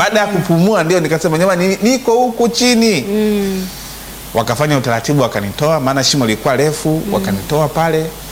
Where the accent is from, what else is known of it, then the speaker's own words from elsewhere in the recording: Maswa, Shinyanga, Simiyu, Tanzania; now in Dar es Salaam, Tanzania; 2001 nikiwa nimeingia muda si mrefu katika jiji ile la Dar es Salaam, nikitokea kijijini kwetu Mara Mpaka, Maswa, Shinyanga, ambako ndiko nilikokulia huko Simio. Na ule mwaka 2001 baada ya kufika hapa Dar es Salaam, nilikuwa nikiishi na kaka yangu wa kwanza kuzaliwa kwetu